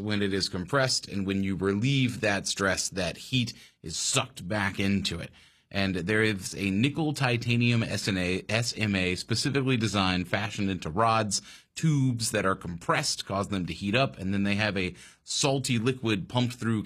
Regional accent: United States; I am so American that it hurts.

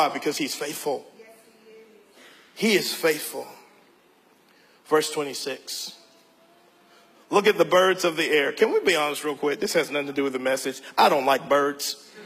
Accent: the South, United States; Y'all, I'm from the South. When I think about a rocking chair, I'm thinking about Cracker Barrel, y'all.

